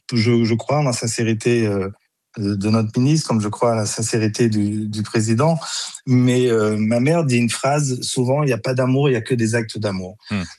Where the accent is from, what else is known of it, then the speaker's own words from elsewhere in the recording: Île-de-France, France; born there; Moi, je suis né ici, je suis un banlieusard, je suis né en Essonne.